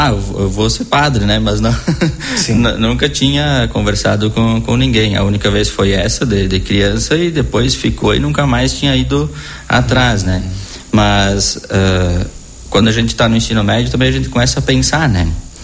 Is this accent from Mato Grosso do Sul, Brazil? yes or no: no; Marau, Rio Grande do Sul, Brazil; Isto, sou aqui de Marau e foi lá na comunidade de Santo Agostinho, interior aqui de Marau, onde eu me criei, vivi a minha infância, comecei a estudar lá no interior ainda, claro, depois vim para a cidade, né? Mas minhas raízes são daqui de Marau, lá da comunidade de Santo Agostinho.